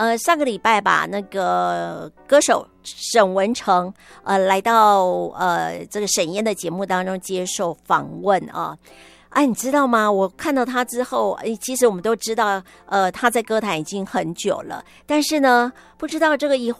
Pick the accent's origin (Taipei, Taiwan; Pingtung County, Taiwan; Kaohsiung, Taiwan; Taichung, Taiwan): Taichung, Taiwan; 所以身为台中人呢就非常的有感，